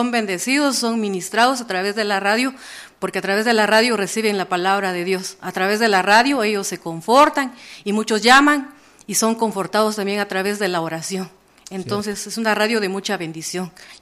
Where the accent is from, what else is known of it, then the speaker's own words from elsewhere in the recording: Las Delicias, Guatemala; Venimos de Aldea Las Delicias, allá vivimos, allá trabajamos y allá escuchamos la radio cultural.